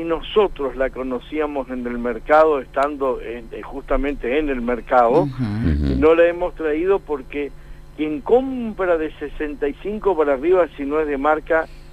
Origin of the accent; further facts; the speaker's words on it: Argentina; Esperemos que Argentina siga hasta lo último, como argentino y como comerciante